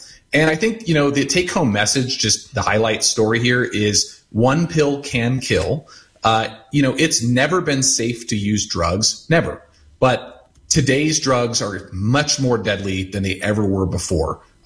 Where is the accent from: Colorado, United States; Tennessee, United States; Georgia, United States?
Colorado, United States; I'm from Colorado